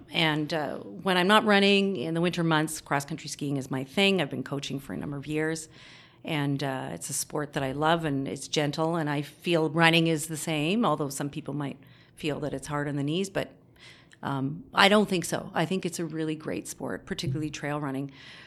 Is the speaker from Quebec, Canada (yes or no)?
no; Ontario, Canada; moved away as an adult; also born or lived in Calgary, Canada; now in Whitehorse, Canada; I live here in Whitehorse, born and raised in Ontario, west of Ottawa, and came to the UConn in 1996 to do a master's in geology in the Mayo area.